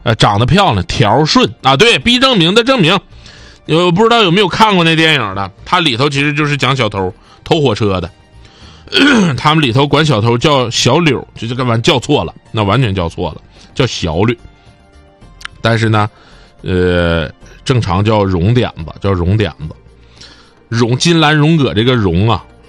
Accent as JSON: {"language": "Chinese", "town": "Changchun", "region": "Jilin", "country": "China", "said": "不是我们长春这个长春啊"}